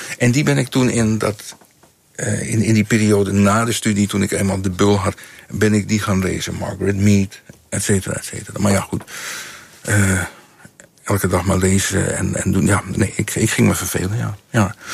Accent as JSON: {"language": "Dutch", "country": "Netherlands", "tie": "born there", "said": "Ja, want ik ben in Nederland geboren."}